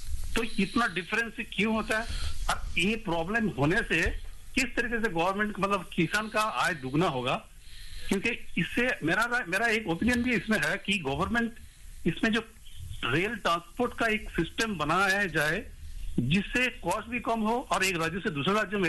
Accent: West Bengal, India; now in Thane, India; और मेरा native place है वेस्ट बंगाल, जहाँ से सिंगूर टाटा नैनो हुआ था।

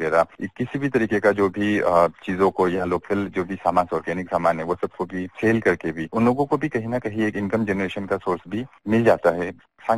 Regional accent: Namsai, Arunachal Pradesh, India; और मैं नामसाई का रहने वाला हूँ।

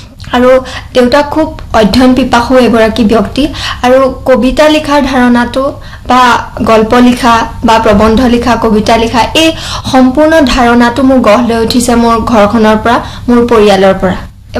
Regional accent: Narayanpur, Assam, India; মোৰ ঘৰ লখিমপুৰ জিলাৰ নাৰায়ণপুৰত আৰু মোৰ ঘৰত মোৰ মা দেউতা আৰু মই

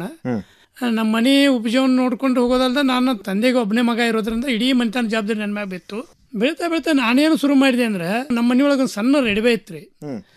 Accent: Gundenahatti, Karnataka, India; ನಾನು ಬೆಳಗಾವಿ ಜಿಲ್ಲೆ ಖಾನಾಪುರ ತಾಲೂಕಿನ ಗುಂಡೇನಟ್ಟಿ ಗ್ರಾಮ.

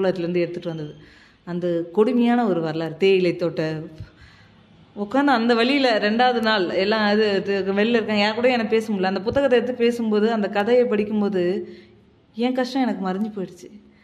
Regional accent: Kanchipuram, Tamil Nadu, India; born there; moved away as an adult; also born or lived in Cuddalore / Vellore; now in Nilgiris, India; எனக்கு எப்படி என்னோட பிறந்த ஊர் என்னால் மறக்க முடியாதோ, என்னால் காஞ்சிபுரத்தை எப்பவுமே விட்டு கொடுக்க முடியாது.

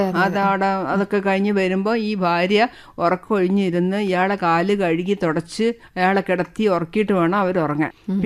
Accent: Thalassery, Kerala, India; അതിപ്പോൾ ഞാൻ തലശ്ശേരി തിക്കോടിയൊക്കെയാണ് ജനിച്ചത് വളർന്നതെങ്കിൽ ഞാൻ മലപ്പുറം കണ്ണൂര് അങ്ങനെ ഓരോ ക്യാരക്ടേഴ്സിന്

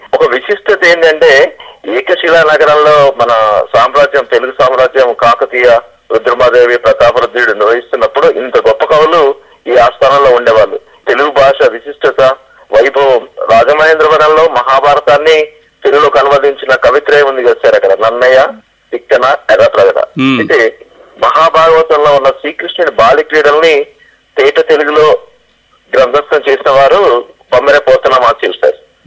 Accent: Warangal, Telangana, India; మాకు వరంగల్ కోట సార్, మా native place sir.

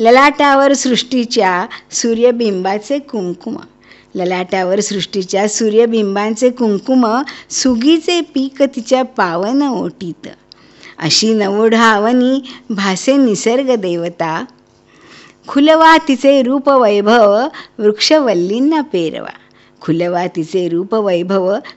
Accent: Bhusawal, Maharashtra, India; moved away as an adult; now in Dhule, India; माझं बालपण भुसावळ.

